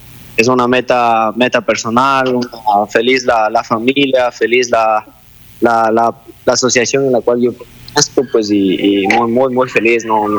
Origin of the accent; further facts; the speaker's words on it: Ecuador; como todo ecuatoriano soñamos en quedar en los puestos estelares